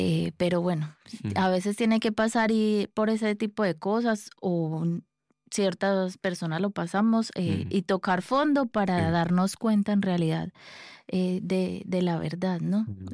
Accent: Colombia; Soy de Colombia.

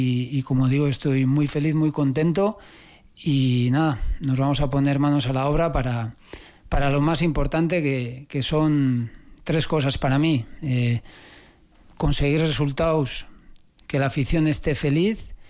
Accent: Basque Country, Spain; yo renové con el Eibar, equipo de mi tierra

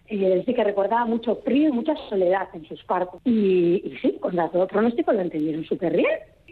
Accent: Errenteria, Basque Country, Spain; yo soy de Rentería

